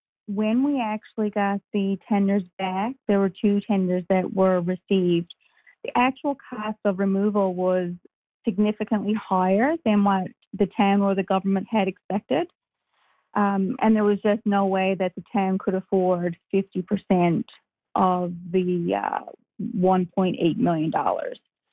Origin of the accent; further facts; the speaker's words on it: Bonavista, Newfoundland and Labrador, Canada; I was a little girl growing up in Bonavista.